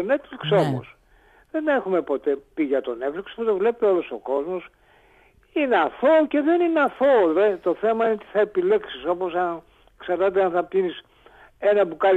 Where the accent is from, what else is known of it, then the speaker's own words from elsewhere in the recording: South Aegean, Greece; born there; αναγνώρισα την πατρίδα μου, στη Σαντορίνη